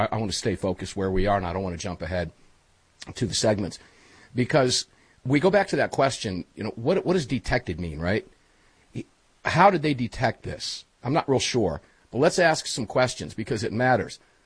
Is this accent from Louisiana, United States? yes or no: no; Tampa, Florida, United States; they've moved into my hometown of Tampa, Florida.